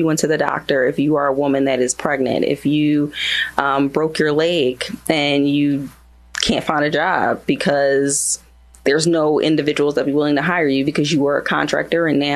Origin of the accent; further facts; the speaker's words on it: Philadelphia, Pennsylvania, United States; I'm born and raised in Philly.